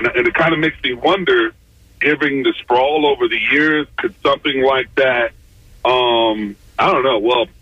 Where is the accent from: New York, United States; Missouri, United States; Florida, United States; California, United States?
Florida, United States; I'm calling because I grew up around Hillsborough County. We moved around a lot.